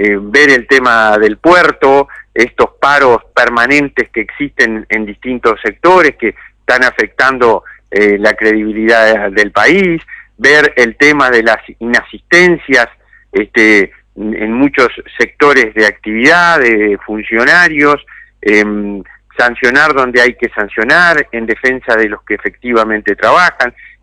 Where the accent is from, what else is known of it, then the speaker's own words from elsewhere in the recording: Tacuarembó, Uruguay; a mí en Tacuarembó de chiquito